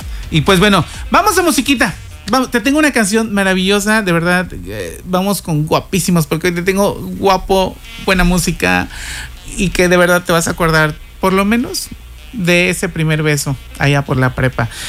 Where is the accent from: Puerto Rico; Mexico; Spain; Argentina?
Mexico; Yucatán; también como buen niño yucateco, porque en casa obviamente dormíamos en hamaca